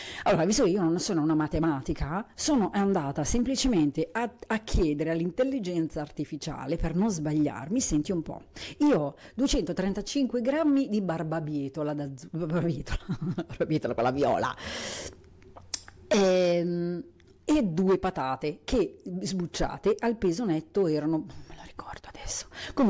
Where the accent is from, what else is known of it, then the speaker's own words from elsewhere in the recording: northern Italy, Italy; anch'io che sono una polentona